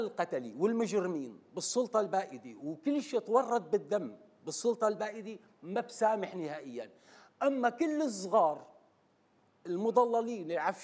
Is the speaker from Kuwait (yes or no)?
no; Syria; أنا ما عندي تعريف إلا كسوري